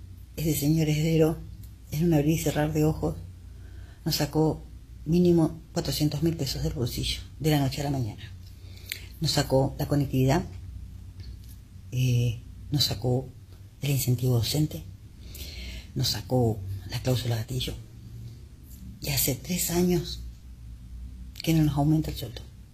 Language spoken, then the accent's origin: Spanish; Chaco, Argentina; Soy de Chaco, soy una docente jubilada.